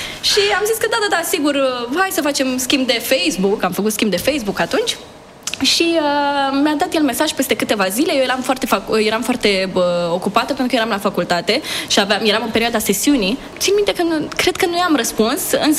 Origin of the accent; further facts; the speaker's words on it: Iași, Iași County, Romania; Eram la facultate de jurnalism în Iași, eu sunt din Iași și...